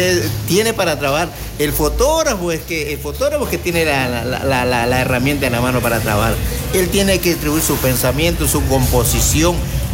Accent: Quevedo, Los Ríos, Ecuador; y somos de aquí, de Quevedo

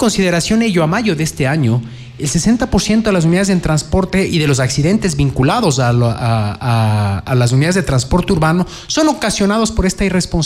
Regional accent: Ecuador; Nosotros como ciudadanos ecuatorianos

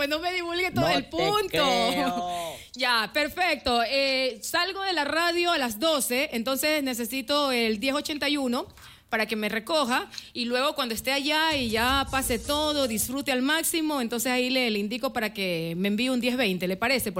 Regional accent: Guayaquil, Guayas, Ecuador; Es verdad que soy guayaquileña, pero solo conozco parte del norte.

